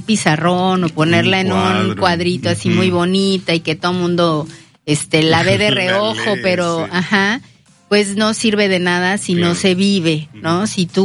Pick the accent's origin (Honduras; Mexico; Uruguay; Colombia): Mexico; Veracruz; Por un lado, la alegría, porque somos jarochos